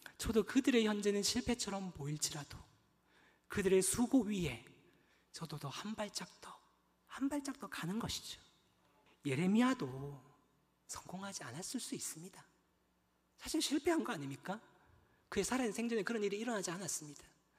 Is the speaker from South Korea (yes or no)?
yes; Geochang, South Gyeongsang, South Korea; 경남 거창이라는 정말 시골, 덕유산과 지리산이 다 가로막고 있는 그런 동네입니다.